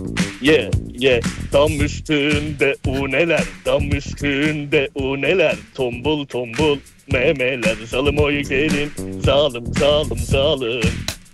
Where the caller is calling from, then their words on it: Frankfurt, Hesse, Germany; Frankfurt am Main.